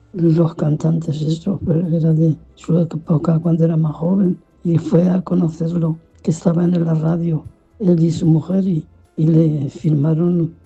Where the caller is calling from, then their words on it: Torre de Juan Abad, Castilla-La Mancha, Spain; de Torre de Juan Abad.